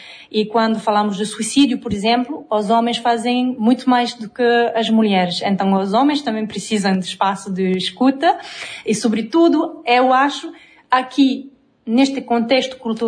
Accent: France; Portuguese is a second language; now in Guinea-Bissau; porque como francesa conhecemos mais o Senegal, o Mali, a Costa de Marfim, todos os países francófonos.

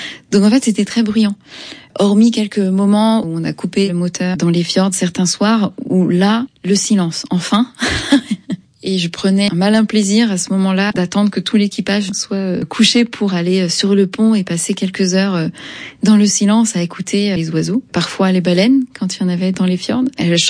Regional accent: France; Je suis française, je vis dans un monde dans lequel la chasse est au choix un loisir ou une industrie.

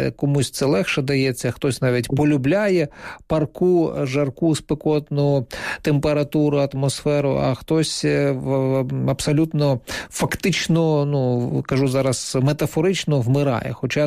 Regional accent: Donetsk Oblast, Ukraine; За себе скажу, я, наприклад, виріс на Донеччині, там 40 влітку – це така нормальна температура

